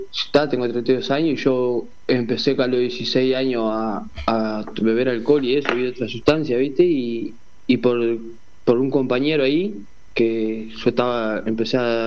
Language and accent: Spanish; San José, Uruguay; yo soy de San José, estoy trabajando para estos lados, viste, para acá, para este lado de tres esquinas.